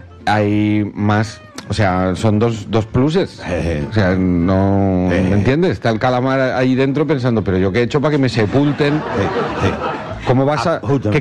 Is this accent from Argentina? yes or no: no; Catalonia, Spain; somos catalanes.